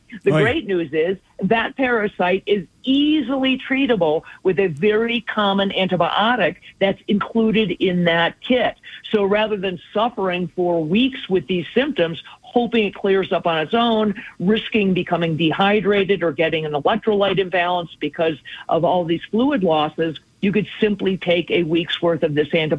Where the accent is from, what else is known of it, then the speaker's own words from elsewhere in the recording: Cleveland, Ohio, United States; it's tough growing up in Cleveland when it comes to football.